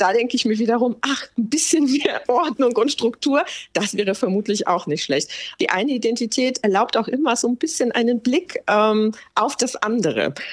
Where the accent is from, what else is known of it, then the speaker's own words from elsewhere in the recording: Poland; now in Germany; wie ich mich jetzt als Polin fühle und das ist jetzt, wie ich mich als Deutsche fühle, sondern ich glaube, das Besondere ist eben, dass es so ein Mischwesen ist